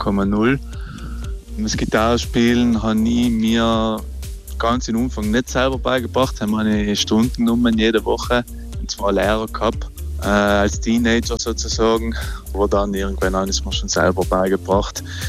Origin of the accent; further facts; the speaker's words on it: Merano, Trentino-Alto Adige, Italy; moved away as an adult; now in Vienna, Austria; Ich bin aus Meran, aber ich bin schon seit 10 Jahren eigentlich unterwegs im Ausland. Hauptsächlich lebe in Wien. Bin jetzt öfters in Südtirol wieder